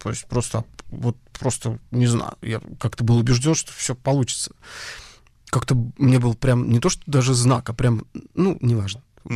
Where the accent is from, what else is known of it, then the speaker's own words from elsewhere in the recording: Murmansk, Murmansk Oblast, Russia; И уезжаю в родной город Мурманск в этом шоке, где мама моя, будучи хорошо знакома с людьми в Мурманском областном драматическом театре